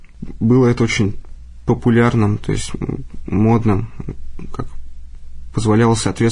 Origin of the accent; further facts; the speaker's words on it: Moscow, Russia; born there; Родился я в Москве в 80-м году. Рос без отца, одна мама растила.